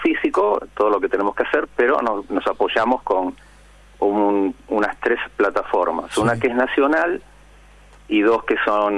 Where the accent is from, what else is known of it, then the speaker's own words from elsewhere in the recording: Argentina; moved away as an adult; also born or lived in Venezuela; soy argentino, ¿no? Pero viví en Venezuela 40 años.